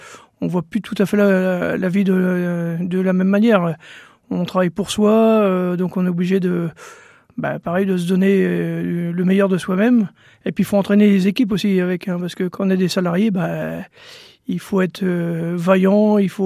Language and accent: French; Normandy, France; now in Sarthe, France; C'était assez loin de chez moi parce que je suis originaire de la Manche, à côté du Mont-Saint-Michel. Très belle région. Mais maintenant, je suis sartois.